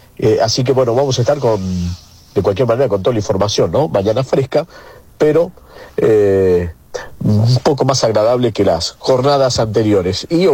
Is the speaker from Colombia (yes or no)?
no; Argentina